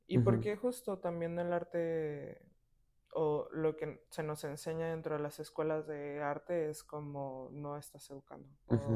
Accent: Tijuana, Baja California, Mexico; yo conozco Tijuana, porque pues yo soy de Tijuana

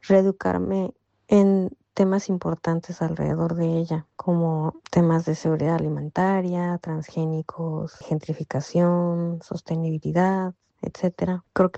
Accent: Mexico; moved away as an adult; cuando les decía que era mexicana

